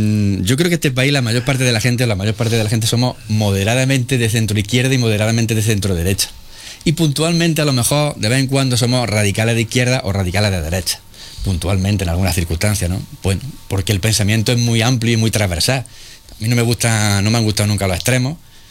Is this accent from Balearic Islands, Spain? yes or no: no; Úbeda, Andalusia, Spain; yo de pequeño te puedo decir que desde que era pequeño he visto eso en la sociedad ubetense más, he visto esa transversalidad.